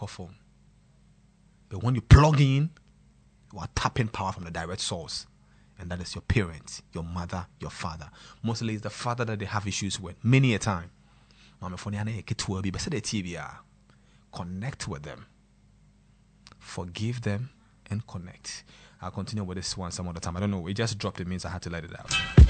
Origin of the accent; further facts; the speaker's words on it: Kumasi, Ashanti, Ghana; moved away; Anytime I go to my hometown, Santia Fijase, that's my father's side, but my mother's side is at Santia Chim. And it's because of my daddy, we stayed at Fijase. That is where we stayed.